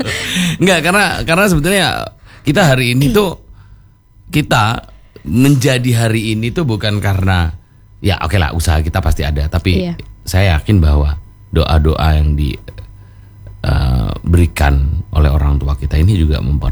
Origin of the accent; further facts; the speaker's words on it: Bojonegoro, East Java, Indonesia; moved away as an adult; also born or lived in Banyuwangi; now in Malang, Indonesia; Saya orang Bojonegoro kebetulan.